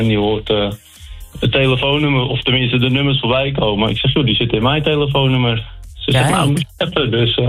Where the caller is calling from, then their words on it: Alkmaar, North Holland, Netherlands; Ik kom uit Alkmaar